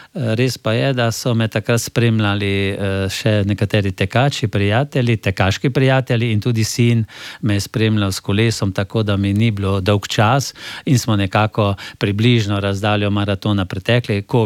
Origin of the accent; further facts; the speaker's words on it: Slovenske Konjice, Savinjska, Slovenia; jaz sem doma iz Slovenskih Konjic, sem šel v Domžale in tam nisem imel možnosti trenirati veliki nogomet v našem kraju, domačem